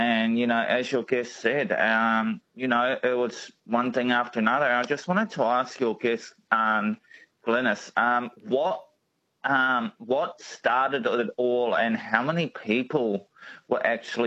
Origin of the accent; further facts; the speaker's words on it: Newcastle, New South Wales, Australia; proud Aboriginal myself. I come from the Kuri Kuri mob, which is up near the Hunter Valley, Newcastle area.